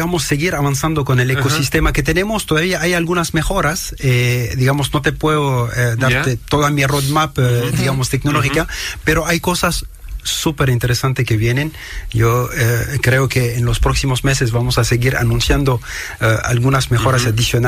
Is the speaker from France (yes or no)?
yes; France; also born or lived in Lebanon / United States / Paraguay / Bolivia; Yo nací en el Líbano.